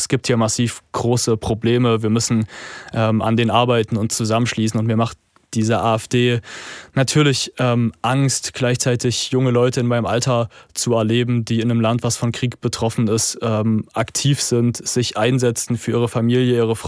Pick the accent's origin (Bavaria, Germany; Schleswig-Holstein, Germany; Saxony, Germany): Saxony, Germany; Zwickau; Ich weiß noch, als ich die erste Lesung in meinem Heimatort Zwickau gemacht habe